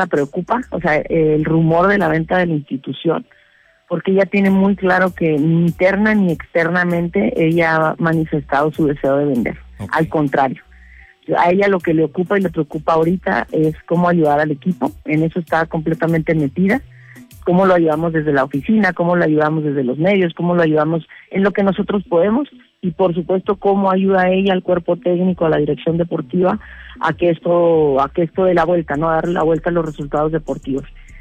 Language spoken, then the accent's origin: Spanish; Juárez, Chihuahua, Mexico; yo soy de Juárez, estos chavos traen Juárez en su escudo, y yo tengo que ir a exigir que representen bien a mi ciudad, ¿no?